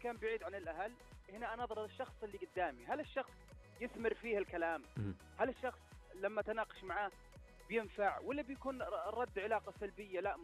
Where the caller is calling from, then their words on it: Al-Qassim, Saudi Arabia; من القصيم الله يعزك.